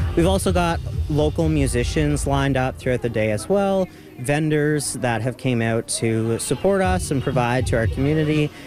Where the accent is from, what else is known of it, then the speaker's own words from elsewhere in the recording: Happy Valley-Goose Bay, Newfoundland and Labrador, Canada; I'm from Happy Valley Goose Bay, family's from Labrador